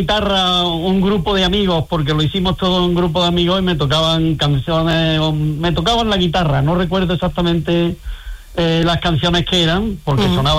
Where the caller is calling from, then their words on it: Córdoba, Andalusia, Spain; yo me vengo aquí en Cabo Pino, aunque vengo durante el año, una semanilla de vez en cuando y tal, porque yo vivo en Córdoba, soy de Córdoba.